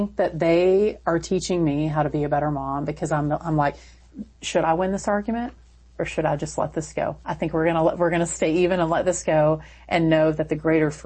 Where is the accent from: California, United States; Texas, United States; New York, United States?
Texas, United States; So, I'm Texan. So it should have a pronunciation guide in there, but, there's an audio book too, if you want to hear that.